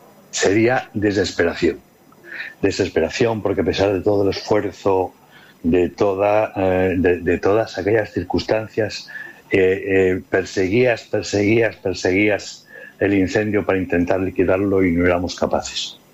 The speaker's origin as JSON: {"language": "Spanish", "town": "Ponferrada", "region": "Castile and León", "country": "Spain", "said": "te recuerdo que yo soy de Ponferrada y cuando se quema esa zona, parte de mí se quema."}